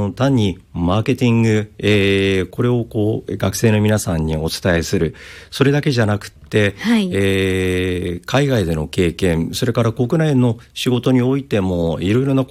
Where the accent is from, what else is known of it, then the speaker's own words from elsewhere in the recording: Kanazawa, Ishikawa, Japan; moved away; 実は私は石川県金沢出身で。